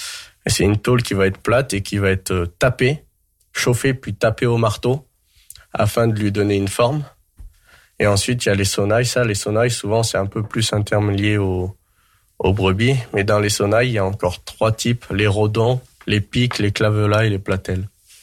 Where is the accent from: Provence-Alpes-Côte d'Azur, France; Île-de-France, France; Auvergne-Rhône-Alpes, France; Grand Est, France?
Auvergne-Rhône-Alpes, France; Grenoble; j'ai grandi à Grenoble. J'étais dans des quartiers.